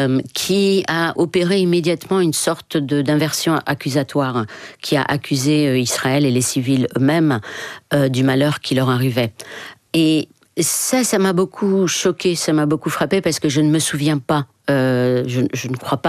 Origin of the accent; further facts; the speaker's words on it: Morocco; Oui, je décris ce sentiment quand j'étais enfant au Maroc. On avait le sentiment de la bienveillance du roi, mais on n'était pas sûr.